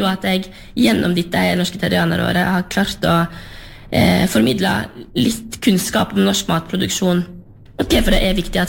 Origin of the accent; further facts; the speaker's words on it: Luster, Vestland, Norway; som jeg kommer jo selv ifra Lerigard på Sørheim